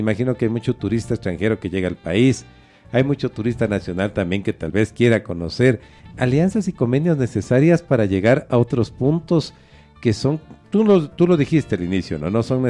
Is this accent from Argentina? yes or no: no; Ecuador